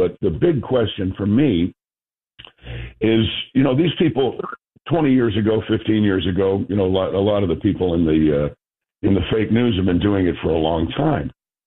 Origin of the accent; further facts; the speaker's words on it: Mount Kisco, New York, United States; I'm from New York, and that's one of the big surprises. People don't really realize that. I'm from Mount Kisco, New York.